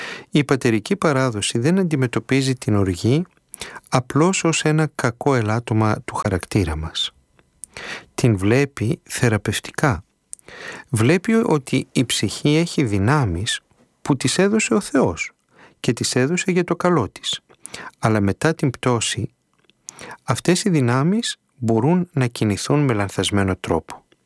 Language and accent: Greek; Serres, Central Macedonia, Greece; moved away as an adult; Όταν ήμουν στην Μητρόπολη Σερών, στην πατρίδα μου, στις Σέρες